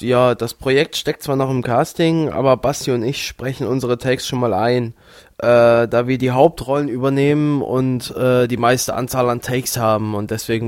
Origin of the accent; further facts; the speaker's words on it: Bremerhaven, Bremen, Germany; noch 21 Jahre alt und komme aus Bremerhaven.